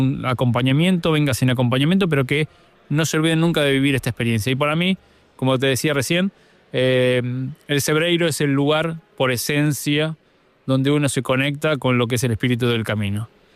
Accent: Mar del Plata, Buenos Aires Province, Argentina; born there; Soy nacido en Argentina, en Mar del Plata, una ciudad balnearia de costa, y soy nieto de gallegos.

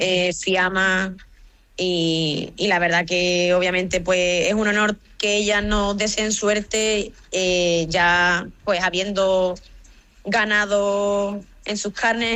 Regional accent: Rota, Andalusia, Spain; Sí, la verdad que Rota, mi pueblo, siempre me he sentido muy, muy querida y pues a ver qué te digo, es el sitio donde he nacido, donde me he criado, donde pues he ido creciendo tanto futbolísticamente como personalmente

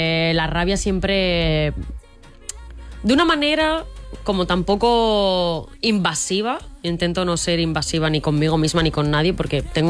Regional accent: Zaragoza, Aragon, Spain; born there; tengo sangre de andaluza porque mi abuela materna es de Andalucía y pues luego yo nací en Zaragoza.

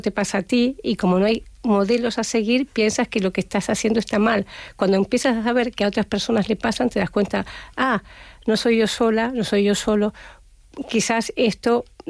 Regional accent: Argentina

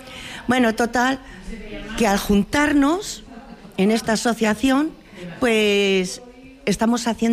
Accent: Palacios de Campos, Castile and León, Spain; born there; now in Villanueva de San Mancio, Spain; soy de Villanueva de Salmancio. Bueno, nacida en Palacios de Campos y casada en Villanueva de Salmancio. Llevo 47 años aquí en este pueblo

